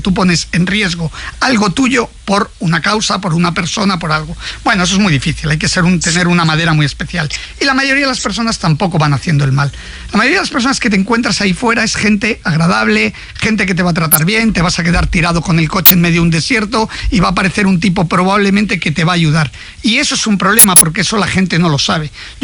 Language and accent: Spanish; Italy; Yo soy también italiano, mi mujer es italiana